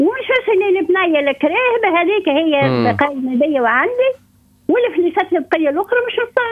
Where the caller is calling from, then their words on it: Mahdia, Mahdia Governorate, Tunisia; من المهدية.